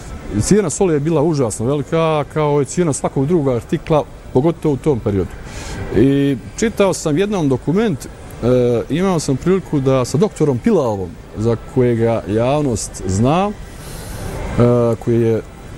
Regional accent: Srebrenica, Republika Srpska, Bosnia & Herzegovina; Kod nas u Srebrenicu, znam da je došla jedna ekipa BBC-a 93. ili 4. godine, ja sam baš s njima radio taj dan kao prevodlac.

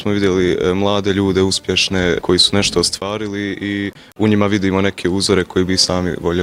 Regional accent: Tešanj, Federation of Bosnia and Herzegovina, Bosnia & Herzegovina; dolazim iz Tešnja, imam 15 godina i učenik sam gimnazije Musa Ćazbićat.

